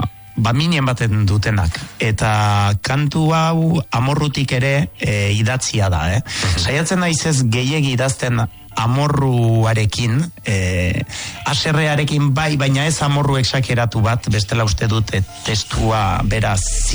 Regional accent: Urrugne, Nouvelle-Aquitaine, France; Basque is a second language; Barakaldon sortu nintzela, baina biziki gazte bi urterekin joan nintzen Urruñara bizitzera. Baina gurasoak, ba, espaita Extremadurakoa dut, ama bizkaitarra zen, eta ba, nere euskara ikastolakoa da, ikastolan ikasi baitut, eta erre gogorra egiten dut.

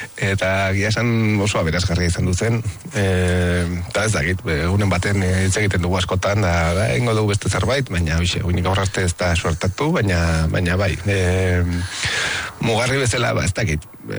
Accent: Etxauri, Navarre, Spain; Bai, ba, netzako etxauri, jo, nire etxea da, eta ez dakit, hemen hazi naiz eskalatzaile bezala

